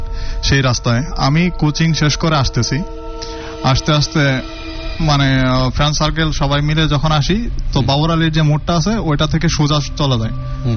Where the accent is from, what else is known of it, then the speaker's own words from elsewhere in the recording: Jamalpur District, Mymensingh Division, Bangladesh; জি, জামালপুর জেলায়, হাজরাবাড়ি পৌরসভায়।